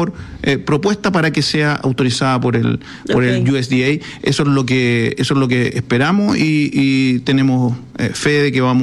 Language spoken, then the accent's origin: Spanish; Chile